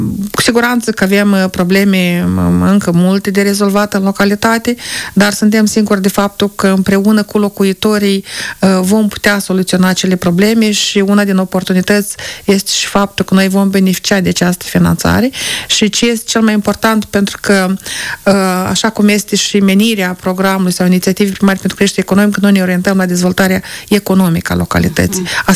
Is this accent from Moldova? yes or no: yes; Zubrești, Strășeni District, Moldova; sunt zubreșteancă și sunt primar acestei localități